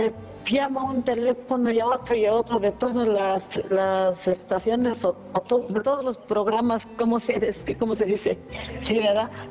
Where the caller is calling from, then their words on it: Tlalnepantla, State of Mexico, Mexico; Del Estado de México, de Tlalnepantla.